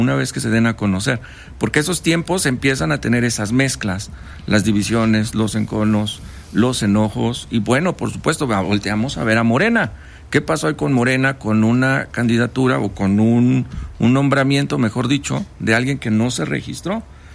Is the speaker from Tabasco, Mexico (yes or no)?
no; San Luis Potosí, Mexico; yo creo que todos somos potosinos